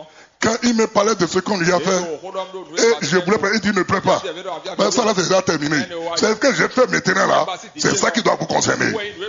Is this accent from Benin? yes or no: yes; Benin; Malgré que je suis béninois